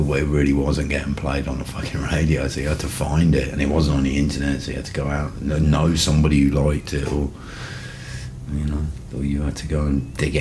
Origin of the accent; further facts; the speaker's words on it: Rugby, West Midlands, United Kingdom; same field where Lewis Carroll used to play rugby when he was a child in rugby. We went to school in my hometown.